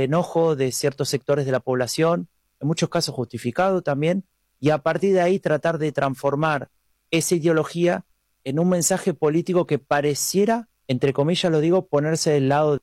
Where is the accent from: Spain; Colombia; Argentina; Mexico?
Argentina; Yo soy argentino, entonces también entiendo que esas diferencias de derecha e izquierda a veces cuesta utilizarlas para explicar problemas del día a día, ¿no?